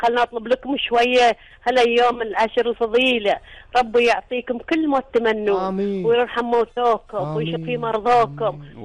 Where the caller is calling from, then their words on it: Bahrain; احنا عندنا في البحرين